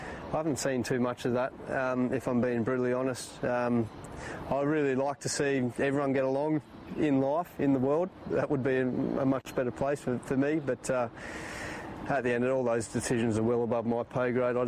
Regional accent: Australia; as Australian cricketers

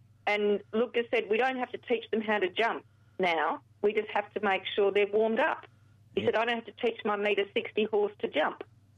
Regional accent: Australia; And as an Australian

